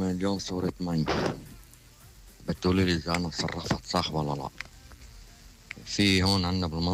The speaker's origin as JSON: {"language": "Arabic", "town": "Tripoli", "region": "North Governorate", "country": "Lebanon", "tie": "born or raised there", "said": "أنا مع نور، أنا ابن طرابلس، عمري 55 سنة،"}